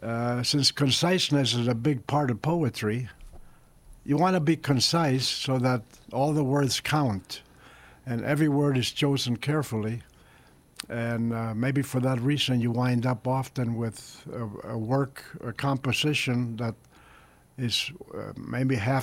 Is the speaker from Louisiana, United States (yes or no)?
no; Elizabeth, New Jersey, United States; also born or lived in Spain; I was born in Spain, and right after the Spanish Civil War, and my mother's brothers and sister helped us come across to America in 1949. So my first taste of America was Elizabeth, New Jersey, 15 miles outside of New York, and where I went to elementary school